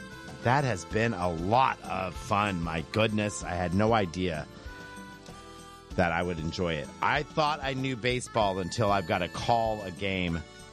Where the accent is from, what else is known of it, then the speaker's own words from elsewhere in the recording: San Francisco Bay Area, California, United States; I'm from the Bay, by the way.